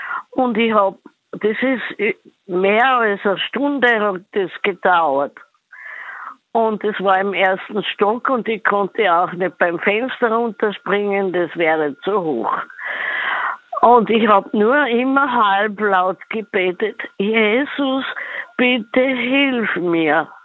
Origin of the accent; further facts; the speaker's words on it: Upper Austria, Austria; now in Vienna, Austria; Ja, ich bin geboren in Oberösterreich und aufgewachsen